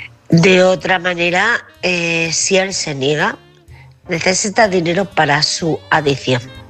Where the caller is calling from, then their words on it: Murcia, Region of Murcia, Spain; de Murcia.